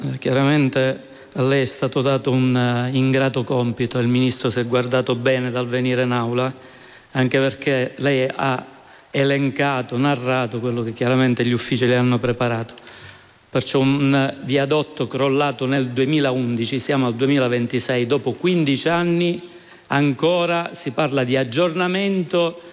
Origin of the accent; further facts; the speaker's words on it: Sicily, Italy; io da siciliano, da rappresentante, da parlamentare di quei territori